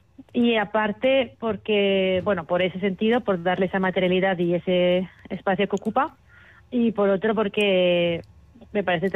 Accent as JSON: {"language": "Spanish", "town": "Castellón de la Plana", "region": "Valencian Community", "country": "Spain", "moved": "as an adult", "lives_now": "Brussels, Belgium", "said": "Sí, bueno, soy de Castellón, pero hace años que vivo fuera, vivo en Bruselas."}